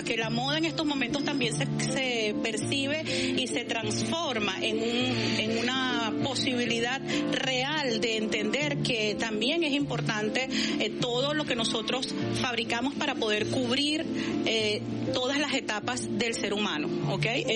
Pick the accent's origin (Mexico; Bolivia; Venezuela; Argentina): Venezuela; estamos haciendo los venezolanos, para seguirnos apoyando como venezolanos.